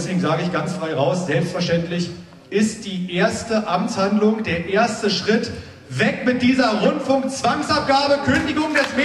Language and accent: German; Tangermünde, Saxony-Anhalt, Germany; Ich bin Altmerker, ich komme aus Tangermünde.